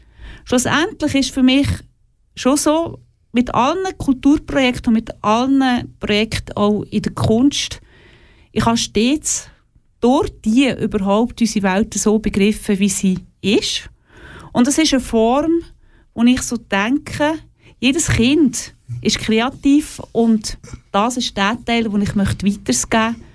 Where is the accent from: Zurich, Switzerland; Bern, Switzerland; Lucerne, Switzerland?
Lucerne, Switzerland; Sursee; also born or lived in Oberkirch; Und ich bin zwar in Sursee geboren und auch dort aufgewachsen und nachher in Oberkirch.